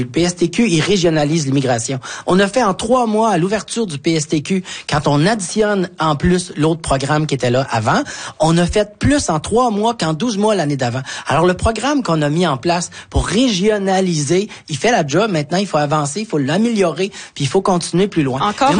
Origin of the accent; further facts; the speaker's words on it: Quebec, Canada; Moi, je suis un fier nationaliste, je suis un fier québécois.